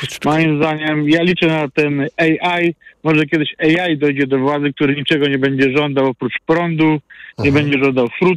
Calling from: Poznań, Greater Poland Voivodeship, Poland; U nas w Poznaniu są teraz aresztowania za korupcję.

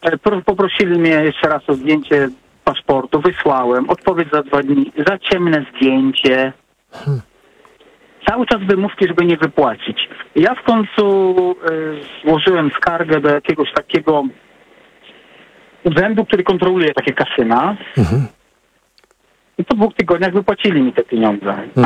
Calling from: England, United Kingdom; ja z Anglii dzwonię, nie z Polski.

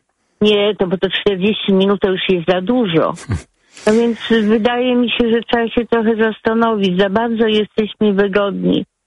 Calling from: Masovian Voivodeship, Poland; No ja jestem spod Radomia, niedaleko Radomia.

